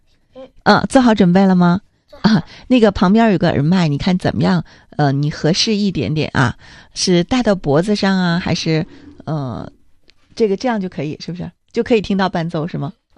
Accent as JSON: {"language": "Chinese", "town": "Changchun", "region": "Jilin", "country": "China", "tie": "born there", "said": "非常感谢对我们家乡的推荐啊"}